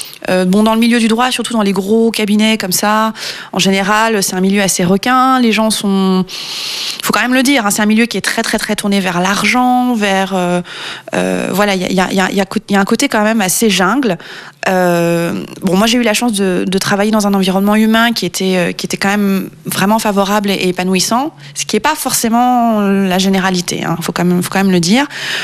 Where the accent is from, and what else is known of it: France; born there